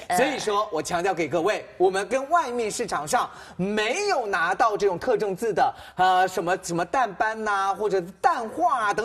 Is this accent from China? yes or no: yes; China; 而且国货的更适合我们中国人的皮肤